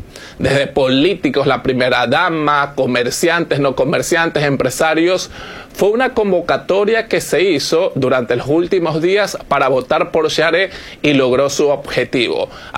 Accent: Ecuador; Obviamente nosotros como ecuatorianos queríamos que gane nuestra compatriota.

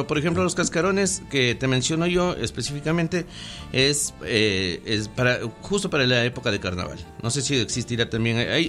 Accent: Quito, Pichincha, Ecuador; Yo crecí en la Tola

